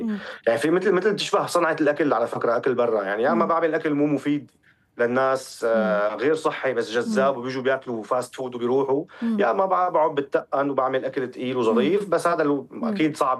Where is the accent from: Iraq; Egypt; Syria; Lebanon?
Syria